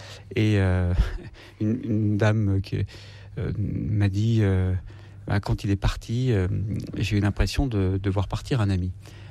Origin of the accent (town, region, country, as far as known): Algeria